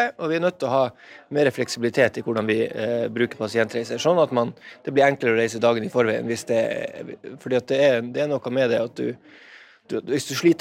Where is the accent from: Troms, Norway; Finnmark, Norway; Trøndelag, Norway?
Finnmark, Norway; Kjøllefjord; Og jeg ser jo det både hjemme i Kjøllefjord, her i Nordkap, i Alta